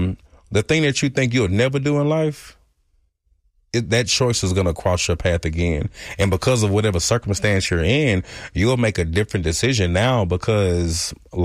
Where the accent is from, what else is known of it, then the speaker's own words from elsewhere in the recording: Dallas, Texas, United States; I am from Dallas, Texas. I'm from Oak Cliff.